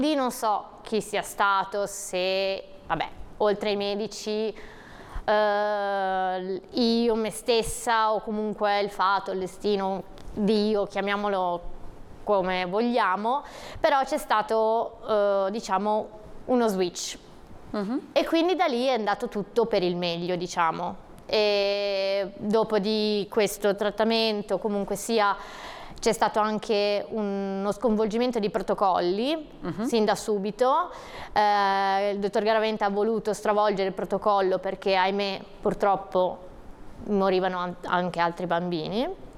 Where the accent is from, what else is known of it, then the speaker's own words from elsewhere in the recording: Pietra Ligure, Liguria, Italy; io sono di Pietra Ligure